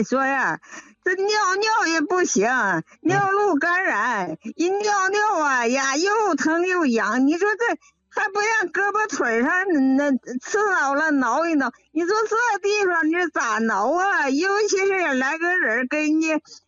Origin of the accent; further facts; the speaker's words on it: Shenyang, Liaoning, China; 我家是沈阳的。